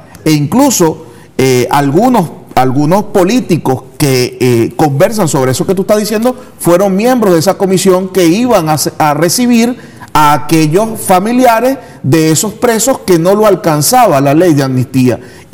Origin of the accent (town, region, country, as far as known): Venezuela